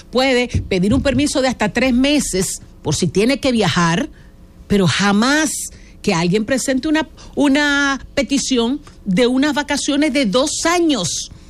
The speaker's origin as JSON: {"language": "Spanish", "country": "Dominican Republic", "said": "nosotros como dominicanos"}